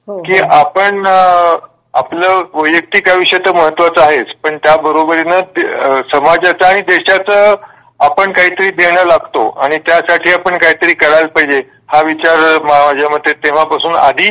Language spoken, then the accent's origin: Marathi; Talegaon Dabhade, Maharashtra, India; also born or lived in Pune; आम्ही मूळचे तळेगावचे होत, म्हणजे तळेगाव दाभाडे